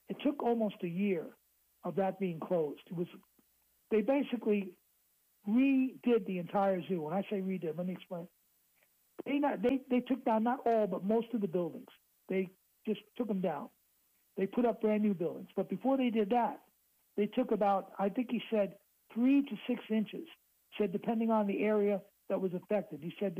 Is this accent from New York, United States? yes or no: yes; New York City, New York, United States; I lived in Flushing for many years, so I took my kids. I am a native New Yorker. I was born in Queens.